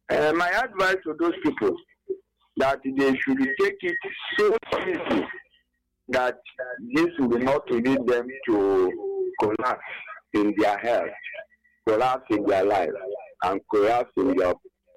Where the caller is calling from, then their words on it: Nigeria; I'm calling from Isoko, local government area of Ebonyi.